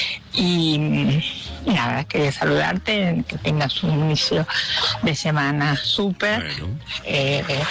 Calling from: Italy; de Italia.

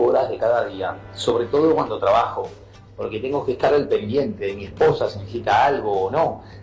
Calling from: Lugano, Buenos Aires, Argentina; de Lugano.

